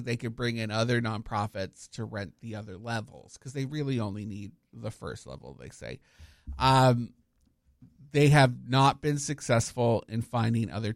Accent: Canada; now in Orlando, United States; As a Canadian

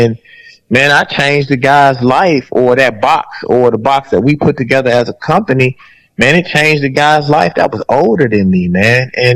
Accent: the South, United States; I'm a Southerner

